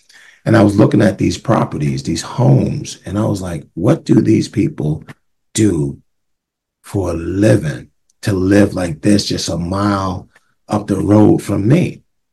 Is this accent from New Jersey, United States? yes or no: yes; Montclair, New Jersey, United States; And so I'm from Montclair, but I used to, Gerald, when I began to change my life, we had a department store in Montclair called Haynes Department Store.